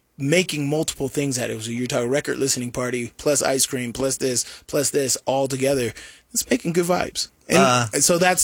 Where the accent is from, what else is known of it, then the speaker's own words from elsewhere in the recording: Las Vegas, Nevada, United States; I'm not a city guy. I'm from Vegas.